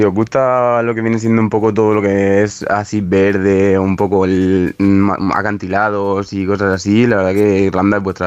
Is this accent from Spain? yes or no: yes; Bigastro, Valencian Community, Spain; moved away as an adult; now in Ireland; yo soy de Bigastro.